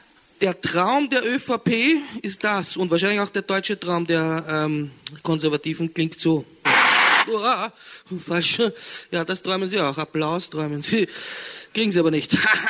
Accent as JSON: {"language": "German", "country": "Austria", "said": "Ja, und da muss ich mich als Österreicher, muss ich mich auch schuldig bekennen"}